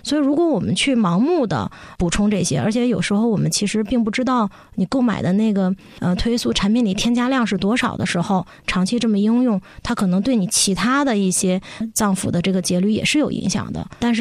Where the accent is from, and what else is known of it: China